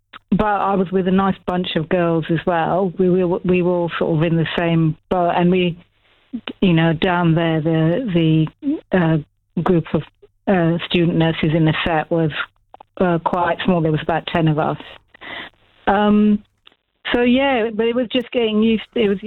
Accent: London, United Kingdom; also born or lived in Cornwall; I grew up in London, but I went to train in Cornwall. So it was a long way away from home.

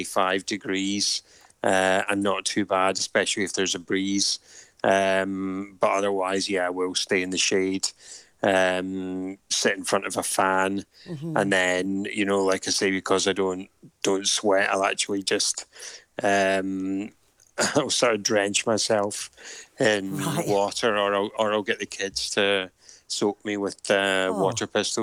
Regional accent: Scotland, United Kingdom; now in Portadown, United Kingdom; I am Scottish

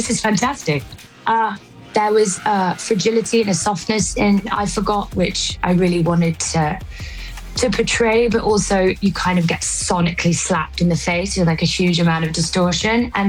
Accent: England, United Kingdom; I think as an English person

